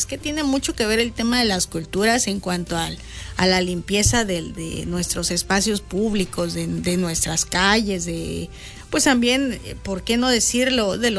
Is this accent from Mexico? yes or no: yes; Mexico